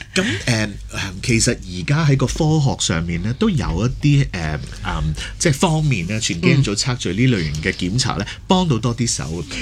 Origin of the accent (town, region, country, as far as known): Hong Kong